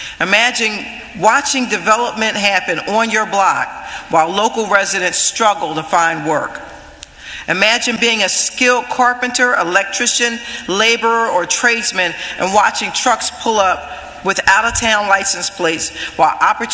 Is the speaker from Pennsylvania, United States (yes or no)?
yes; Philadelphia, Pennsylvania, United States; we've been born and raised here in the city of Philadelphia. I know what it's like to be poor in Philadelphia because I grew up poor in Philadelphia.